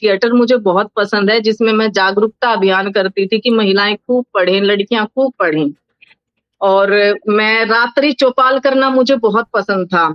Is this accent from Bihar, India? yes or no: no; Meham, Haryana, India; also born or lived in Rohtak; मैं महम कस्बे से हूं, अब तहसील बन गया है